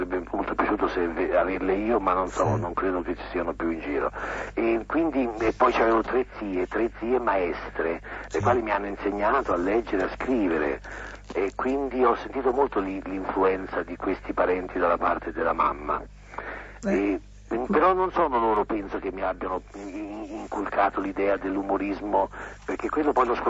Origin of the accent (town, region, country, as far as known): Ancona, Marche, Italy; born there